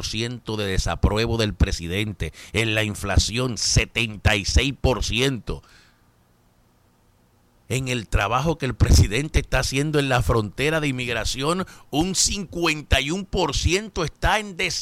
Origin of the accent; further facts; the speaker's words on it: Caguas, Puerto Rico; En mi pueblo, allá en Caguas, Puerto Rico